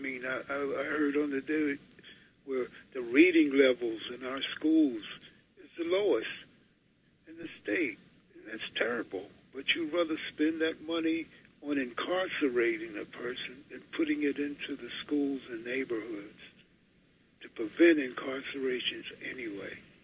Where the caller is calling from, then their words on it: New York City, New York, United States; I'm calling from Brooklyn